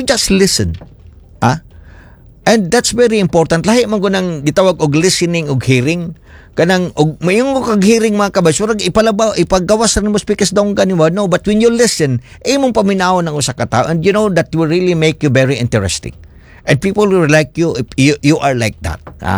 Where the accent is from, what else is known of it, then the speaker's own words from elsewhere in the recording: Mindanao, Philippines; first language Cebuano; Tagalog is a second language; also born or lived in Cebu; I am from Cebu but I grew up in Jansan, in Mindanao. At saka sabi ko nga, melting pot kami ron. Kaya marunong kami mag-Tagalog, marunong kami mag-Ilonggo